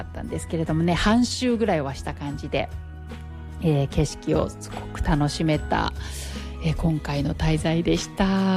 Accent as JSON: {"language": "Japanese", "town": "Otofuke", "region": "Hokkaido", "country": "Japan", "tie": "born or raised there", "said": "私は音更町で育ったんですが、最北の島利尻島利尻町の観光大使をやらせてもらって今年11年目となります。"}